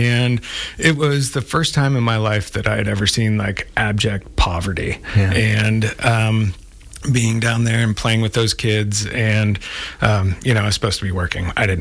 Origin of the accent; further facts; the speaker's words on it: Potwin, Kansas, United States; Yeah, I grew up in Potwin, Kansas, which is just between El Dorado and Newton, kind of out in the middle of nowhere. It's a little town of 450 people.